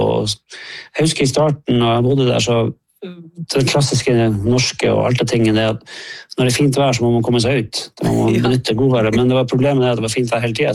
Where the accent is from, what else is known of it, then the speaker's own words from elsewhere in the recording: Finnmark, Norway; moved away; jeg veldig glad i å dra hjem, og vi har hus i Langfjorden